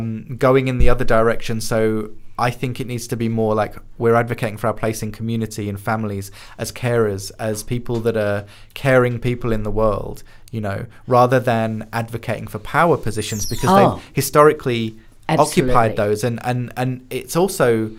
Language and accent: English; Nottingham, East Midlands, United Kingdom; I got a little bit of that where I grew up in Nottingham.